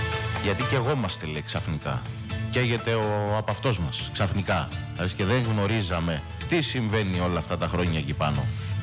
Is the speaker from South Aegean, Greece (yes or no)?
yes; Apollona, South Aegean, Greece; accent: Rhodian, Apollona; Η προφορά είναι λίγο ροδίτικη, απολωνιάτικη. Καλημέρα στο χωριό μου.